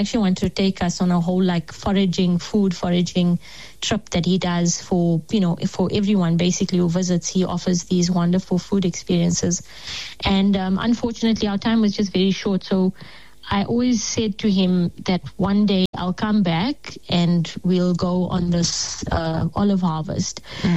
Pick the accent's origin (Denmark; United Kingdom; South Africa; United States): South Africa; being South African now with, you know, with all the court case and all of those things that, you know, they associate South Africans with.